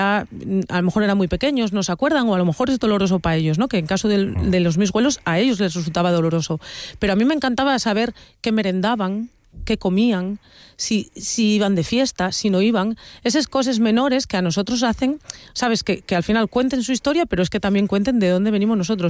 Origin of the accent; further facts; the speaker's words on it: Asturias, Spain; tú piensa que yo soy de un pueblo en el que lo más normal de mi pueblo, de mi barrio, y que tengas un huelu de fuera